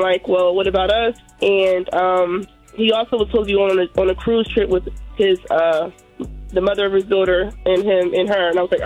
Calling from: New Jersey, United States; I'm calling from Jersey.

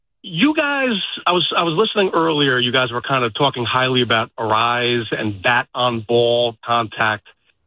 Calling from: White Plains, New York, United States; from White Plains.

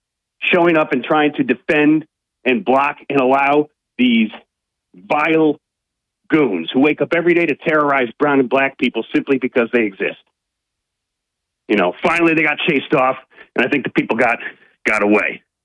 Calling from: Binghamton, New York, United States; from Binghamton.

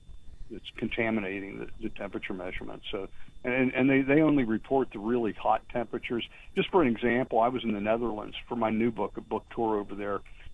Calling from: Florida, United States; I'm calling you from Florida. We don't call that hot. We call it nice and warm.

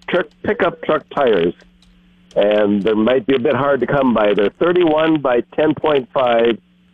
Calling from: New Ulm, Minnesota, United States; from New Ulm.

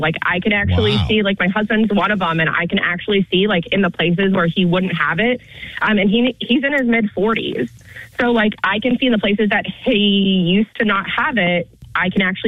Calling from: Ladson, South Carolina, United States; I'm calling from Ladson.

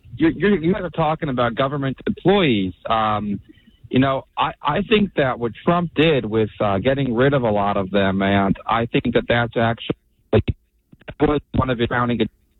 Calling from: Bayonne, New Jersey, United States; Yeah, I'm from Hudson County in Bayonne.

